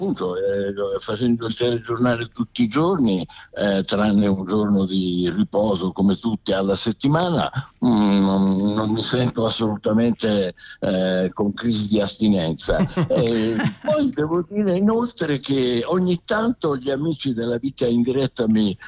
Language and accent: Italian; Catania, Sicily, Italy; Io sono catanese